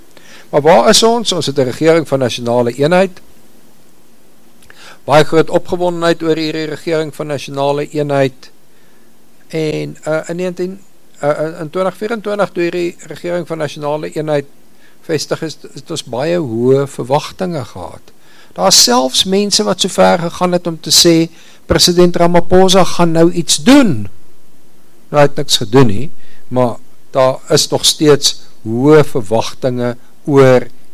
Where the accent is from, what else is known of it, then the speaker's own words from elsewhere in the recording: Pretoria, Gauteng, South Africa; Ek kom van Pretoria af